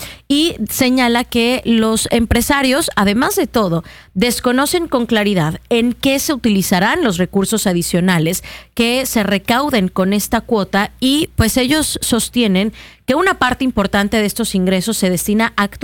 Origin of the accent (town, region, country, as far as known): Mexico